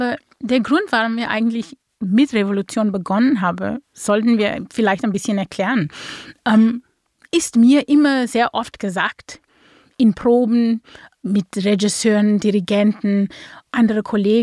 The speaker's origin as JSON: {"language": "German", "town": "Cape Town", "region": "Western Cape", "country": "South Africa", "tie": "born or raised there", "said": "Vielfältig, weil am Anfang bin ich in Kapstadt geboren. Ich war in einem braunen Gebiet mit Leuten, die braune, schwarze Leute sind."}